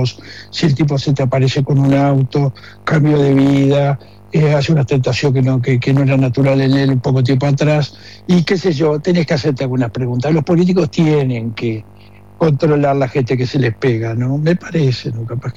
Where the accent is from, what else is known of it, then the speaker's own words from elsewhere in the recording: Uruguay; yo creo mucho en mi país, creo mucho en mis políticos de todos los partidos, creo en la institución aquí en Uruguay